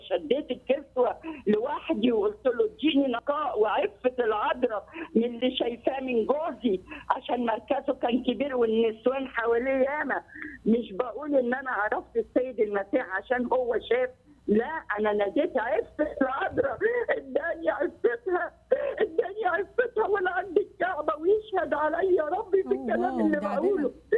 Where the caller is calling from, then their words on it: Alexandria, Alexandria Governorate, Egypt; أنا من اسكندرية بشهد، وكنت عايشة في راغب في وسط 11 دكتور